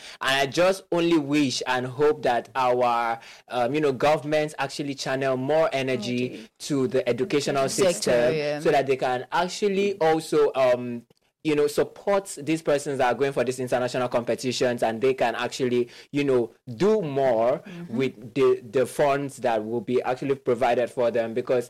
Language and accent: English; Nigeria